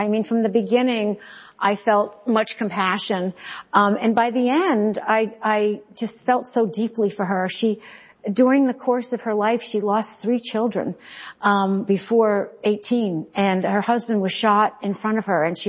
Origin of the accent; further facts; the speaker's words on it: Brooklyn, New York, United States; born there; I was born in Brooklyn Jewish Hospital. Don't ask me why, but that's where I was born.